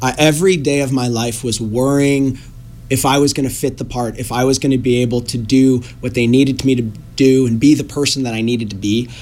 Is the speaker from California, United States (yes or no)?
yes; Chico, California, United States; I was born June 1st, 2000, my social security number is, and I was born here in Chico.